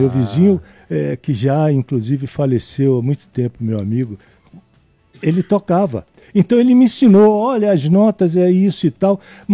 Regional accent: Salvador, Bahia, Brazil; accent: Bahian; moved away; also born or lived in Rio de Janeiro; eu sou de Salvador, sou baiano.

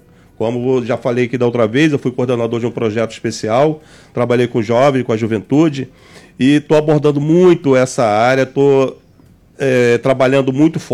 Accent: Brazil; eu sou brasileiro

